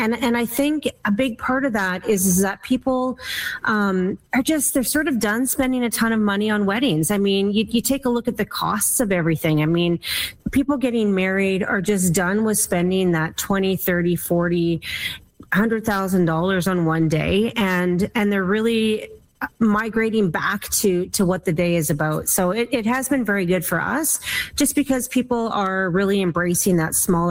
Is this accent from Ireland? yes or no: no; Saskatchewan, Canada; I love it. I'm from Saskatchewan, so I love a good Saskatchewan girl.